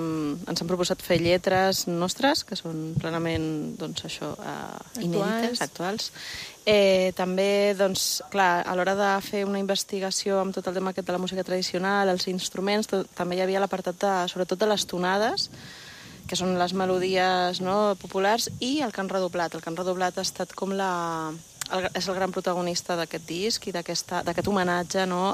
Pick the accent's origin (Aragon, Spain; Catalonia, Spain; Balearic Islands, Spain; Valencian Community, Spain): Balearic Islands, Spain; Ibiza; com a eivissenca